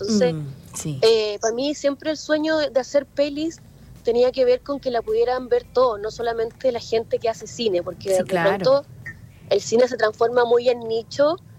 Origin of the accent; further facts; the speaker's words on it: Lautaro, Araucanía, Chile; yo soy de Lautaro y la película relata la historia de Claudina, una mujer de 81 años.